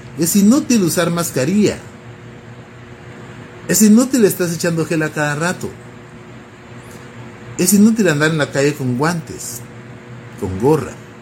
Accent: Guatemala

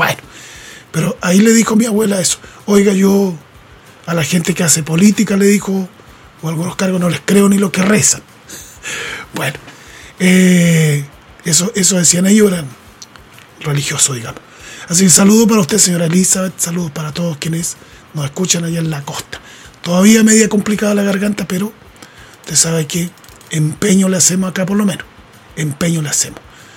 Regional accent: Chile; no tengo nada contra los chilenos, yo soy chileno

